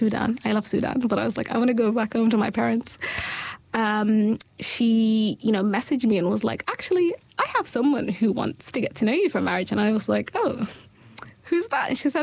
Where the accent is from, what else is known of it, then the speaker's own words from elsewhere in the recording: London, United Kingdom; moved away as an adult; also born or lived in Malaysia; now in New Zealand; I grew up in London, so I knew how it was and I understood the nuances and I had similar values to them.